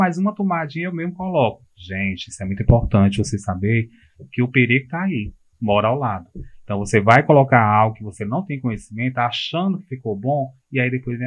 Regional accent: Fortaleza, Ceará, Brazil; É igual o Conjunto Ceará, onde eu nasci. Nasci e me criei.

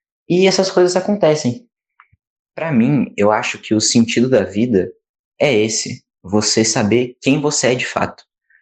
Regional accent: São Paulo, Brazil; eu sou do interior de São Paulo, moro em Itaiuba.

